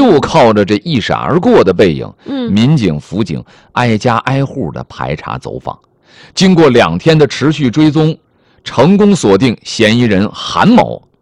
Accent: Liaoning, China; moved away; 你150株玉米就在我们老家辽宁，到这个季节，很多城市晚上啊，你到夜市上就专门有烤苞米。

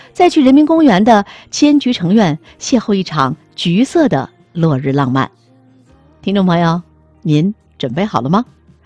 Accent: Tianjin, China; 我们天津人就要加一个儿化音的，叫少年心气儿

